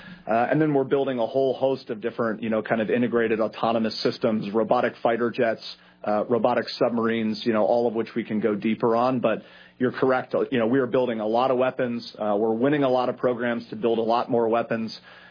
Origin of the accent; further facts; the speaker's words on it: Philadelphia, Pennsylvania, United States; I did not have the pleasure of growing up in Ohio. I grew up in Philadelphia.